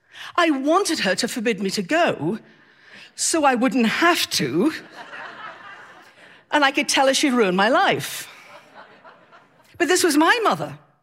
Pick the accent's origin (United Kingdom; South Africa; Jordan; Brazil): United Kingdom; the north of England; moved away as an adult; now in Maryland, United States; I am originally from England, from the north of England, and I now live in Maryland. I'm a naturalized citizen and very proud to be so.